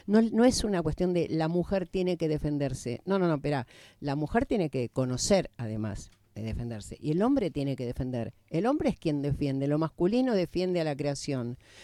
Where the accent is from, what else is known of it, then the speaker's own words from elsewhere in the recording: Mendoza, Argentina; moved away as an adult; now in Córdoba, Argentina; yo soy mendocina